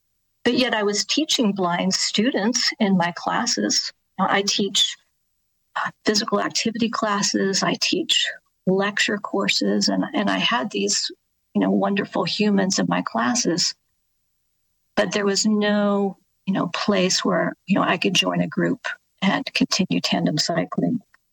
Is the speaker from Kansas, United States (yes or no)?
yes; Kansas, United States; also born or lived in Oklahoma / Florida; I was born in Oklahoma and we moved around a bit, Florida, finished high school in Kansas, a wonderful small town in Southeast Kansas